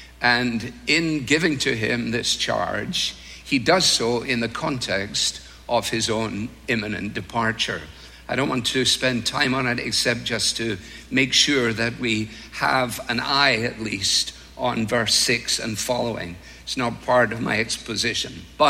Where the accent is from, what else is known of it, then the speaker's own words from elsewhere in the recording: Scotland, United Kingdom; moved away as an adult; now in United States; As a Scotsman